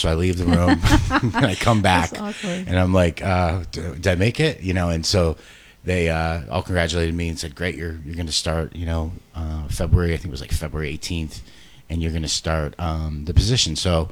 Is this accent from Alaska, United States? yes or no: no; Cleveland, Ohio, United States; moved away as an adult; also born or lived in Los Angeles; now in Solvang, United States; Yeah, I grew up in Cleveland, Ohio, so it was spent a lot of time there and up until I graduated from college.